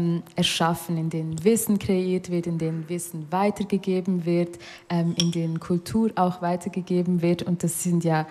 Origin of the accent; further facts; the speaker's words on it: Solothurn, Switzerland; Ich bin in der Stadt Solothurn aufgewachsen, daher auch ziemlich durchmischt, auch wenn die Mehrheit weiß ist.